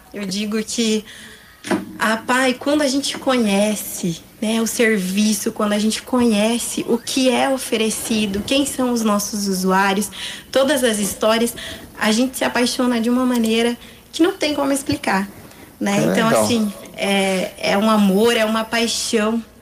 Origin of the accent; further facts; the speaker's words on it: Cascavel, Paraná, Brazil; also born or lived in Campo Novo do Parecis, Mato Grosso; now in Ponta Porã, Brazil; eu sou de Cascavel, no Paraná, região de Cascavel, mas morei parte da minha vida na cidade de Campo Novo do Parecis, no norte do Mato Grosso